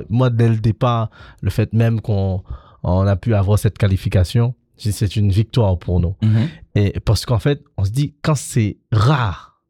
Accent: Haiti; now in France; je suis né en Haïti, j'ai grandi en Haïti

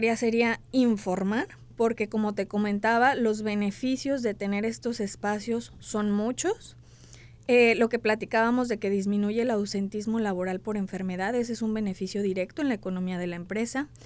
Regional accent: Guadalajara, Jalisco, Mexico; Yo soy originaria de Guadalajara

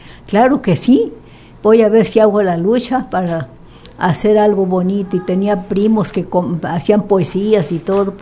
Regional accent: San Blas, Nayarit, Mexico; Yo soy de parte de San Blas, desde allá del lado de Jolotemba, de Nayarit.

